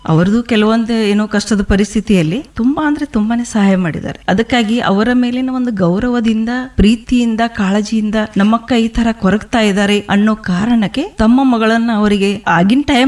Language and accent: Kannada; Halatti, Karnataka, India; ನನ್ನ ಬಾಲ್ಯ ಅಂತಂದ್ರೆ ಹುಟ್ಟಿ ಬೆಳೆದದ್ದು ಮೇಡಮ್ ನಾನು ಚಿಕ್ಕೋಡಿ ತಾಲೂಕ ಹಾಲಟ್ಟಿ ಅನ್ನುವಂಥ ಗ್ರಾಮ.